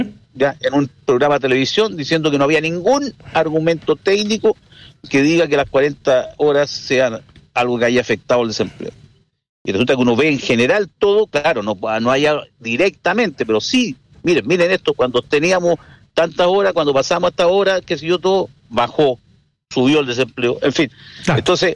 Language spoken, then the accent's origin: Spanish; Chile; espero, obviamente, como todo chileno, que esta cuestión funcione.